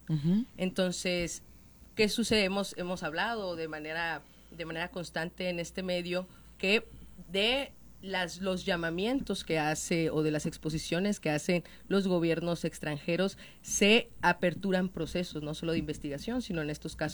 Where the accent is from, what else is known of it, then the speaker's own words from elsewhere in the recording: Mexico; como mexicanas y mexicanos